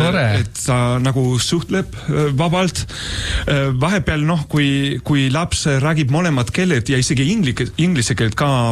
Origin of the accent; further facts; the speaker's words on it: Madrid, Community of Madrid, Spain; Estonian is a second language; now in Estonia; kuigi no, ma olen ise Madridis pärit, aga noh, seal Kadiz mulle väga meeldib